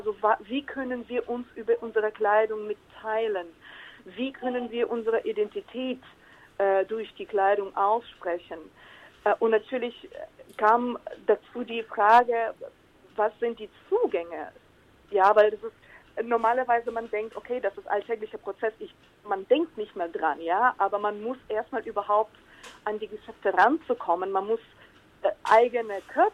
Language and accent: German; Ukraine; German is a second language; moved away; ich habe als Kind in der Ukraine, als ich dann noch die Ukraine ganz, ganz junge Staat war, ich habe mit anderen Mädchen aus meinem Nachbarschaft auch Modenschauen organisiert.